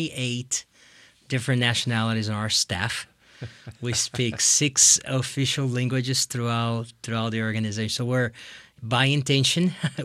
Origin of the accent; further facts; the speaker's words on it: Brazil; Well, I grew up in Brazil. As a Brazilian, you hear about Christ, you have the big Christ in Rio